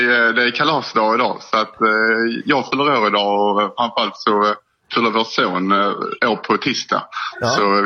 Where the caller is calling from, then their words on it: Gislöv, Skåne, Sweden; Jag ringer när jag är från Gislöv utanför Trelleborg i Skåne.